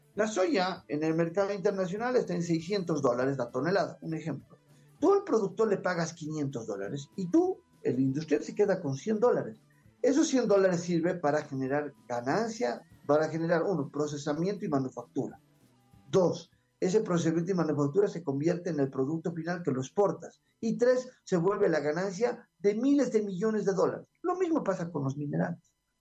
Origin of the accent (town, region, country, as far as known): Bolivia